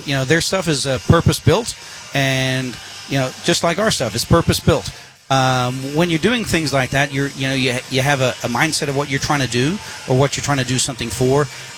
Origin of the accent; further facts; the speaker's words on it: South Africa; moved away; I grew up in South Africa